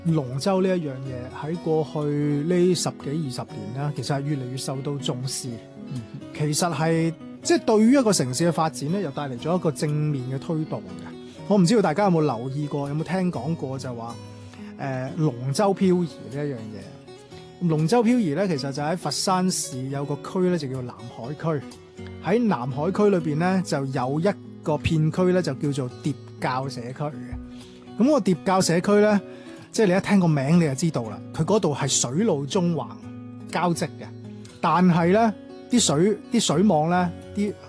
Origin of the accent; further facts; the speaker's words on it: Guangzhou, Guangdong, China; 儘管後期其實我係喺廣州長大嘅，我即係我父母嗰代已經出咗嚟廣州啦，咁喺呢一邊呢就成長嘅。